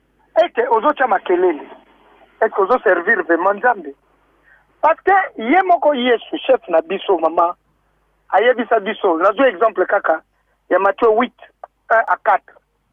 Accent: DR Congo; Mais il faut y avoir que nous sommes Congolais

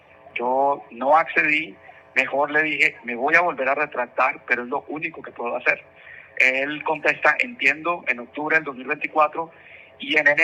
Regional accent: Colombia; moved away as an adult; now in United States; Yo soy asilado político en Colombia, soy colombiano

